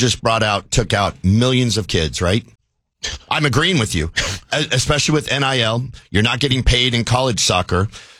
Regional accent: Seattle, Washington, United States; Growing up in Seattle, everyone played at age 5 and 6.

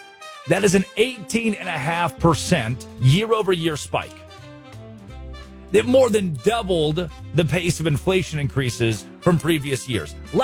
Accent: Arkansas, United States; I grew up in Arkansas. Valonia, population 3,500.

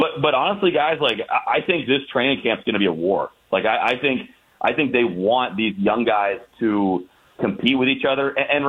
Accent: Indiana, United States; I think he lives in Westfield, Indiana, which is like 15 minutes from my hometown, like right across the White River.

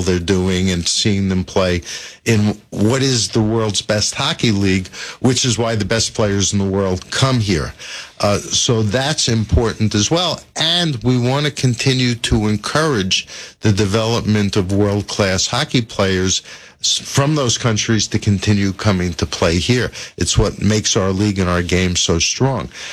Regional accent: New York, United States; born or raised there

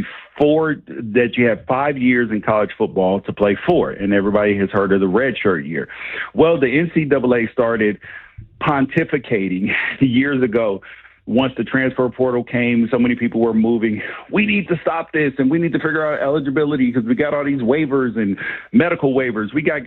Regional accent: the South, United States; born there; I was born in the South, and I know how Southern people are

